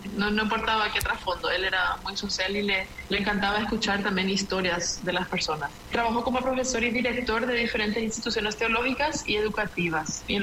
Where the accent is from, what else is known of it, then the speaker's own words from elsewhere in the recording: Asunción, Paraguay; soy de Asunción, tengo 33 años, nací y crecí acá en Paraguay, donde también vivo actualmente.